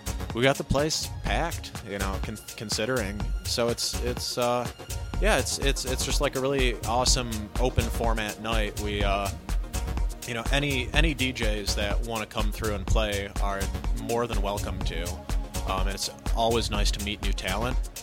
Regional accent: Pontiac, Michigan, United States; I'm a DJ from Pontiac.

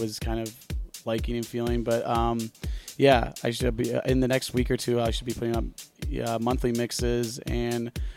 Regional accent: Royal Oak, Michigan, United States; I grew up in Royal Oak

